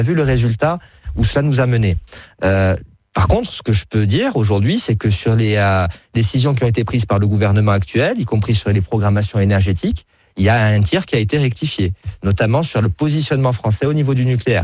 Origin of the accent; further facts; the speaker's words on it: France; en tant que Français, qui n'est donc pas directement concerné